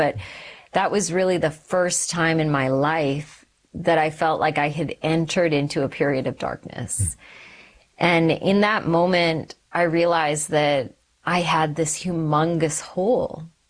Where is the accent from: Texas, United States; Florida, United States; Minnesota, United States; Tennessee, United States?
Texas, United States; also born or lived in Calgary, Canada / Sri Lanka; So I was born in Canada. Okay. I was born in Calgary, and then my family shifted to the States. So I grew up in Texas for a while